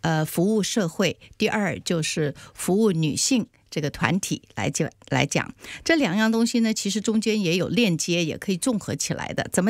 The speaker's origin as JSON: {"language": "Chinese", "country": "Taiwan", "tie": "born or raised there", "said": "很巧合的一件事情，我小的时候在台湾，我就很喜欢看，"}